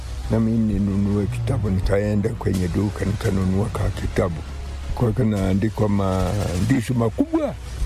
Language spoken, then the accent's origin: Swahili; Tegeruka, Mara, Tanzania; also born or lived in Bukwaya; Nilijaliwa Bukwaya, nilikulia Tegeruka.